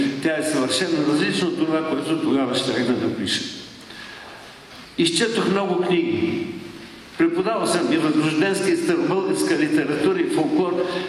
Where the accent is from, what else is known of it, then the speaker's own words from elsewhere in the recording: Sofia, Sofia City, Bulgaria; Аз като стар софиянец